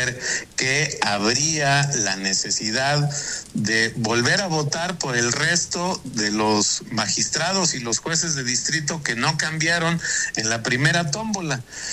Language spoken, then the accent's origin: Spanish; Mexico; yo creo que tenemos que hacer un gran propósito como mexicanos